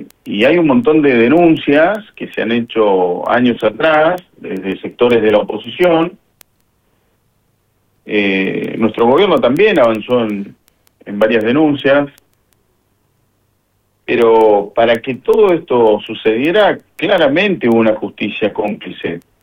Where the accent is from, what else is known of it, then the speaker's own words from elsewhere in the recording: Argentina; con el difícil momento que nos toca atravesar como argentinos